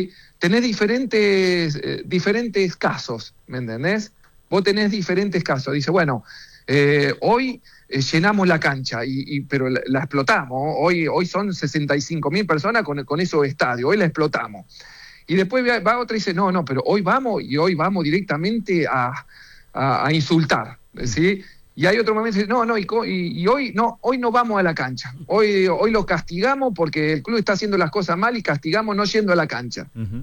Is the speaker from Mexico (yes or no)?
no; Argentina; moved away as an adult; also born or lived in Chile / Fortaleza, Brazil; yo soy argentino